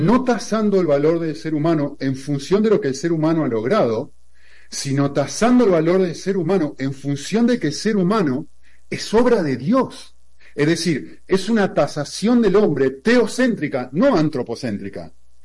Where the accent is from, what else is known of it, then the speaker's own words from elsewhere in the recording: Argentina; born there; Yo nací en un contexto de una determinada, en un contexto social determinado en Argentina.